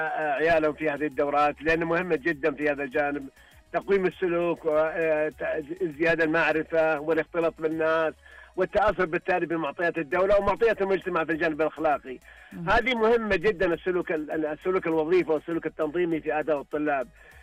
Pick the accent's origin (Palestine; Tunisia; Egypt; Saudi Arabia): Saudi Arabia; Mutla'a; كنا نروح من البداية من قريتي اسمها مطلعة إلى المنطقة الوسطى على سياكل